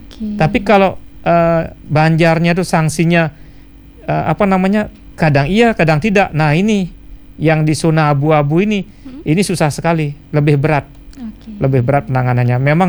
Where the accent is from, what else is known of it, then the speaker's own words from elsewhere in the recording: Bali, Indonesia; kita sebagai orang Bali yang tinggal di Bali